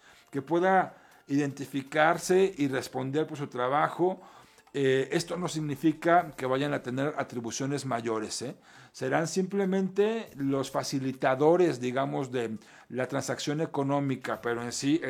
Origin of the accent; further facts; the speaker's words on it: Guadalajara, Jalisco, Mexico; como tapatío, como habitante de esta ciudad, que disfruta de esta ciudad